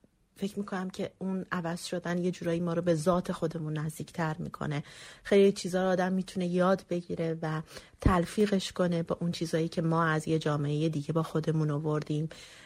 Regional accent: Iran; moved away; من خودم رو یه ایرانی تمام و کمال میدونم و به ایرانی بودنم افتخار میکنم.

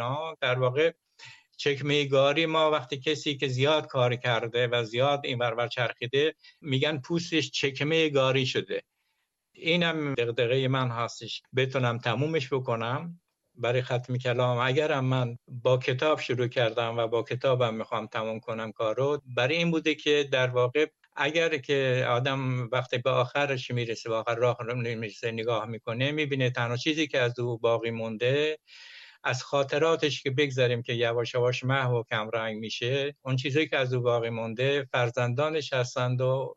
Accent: Iran; moved away; قلعه گالپاها در واقع موطن من است، جاییست که به دنیا اومدم. من تو حاشیه کویر به دنیا اومدم و دیمی بزرگ شدم.

